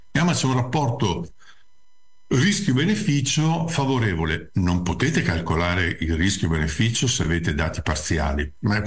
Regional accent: Veneto, Italy; Perché io sono della Bassa, vengo dai bassi fondi del Veronese, cioè dove le aquile non osano

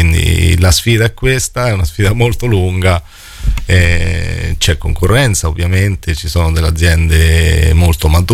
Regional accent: Marche, Italy; sono marchigiano, siamo abituati a lavorare molto a testa bassa, non frequentiamo salotti o eventi

